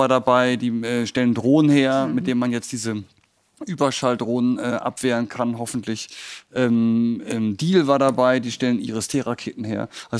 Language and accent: German; Germany; wir können nur als Deutsche unsere Hausaufgaben machen.